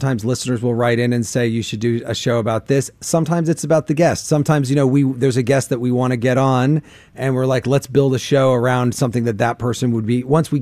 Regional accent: Illinois, United States; I'm from Central Illinois, and it was about the geographic middle.

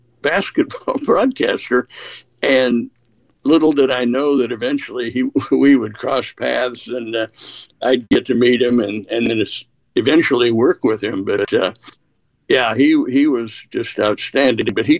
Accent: Bloomington, Illinois, United States; I grew up in Bloomington, Normal.

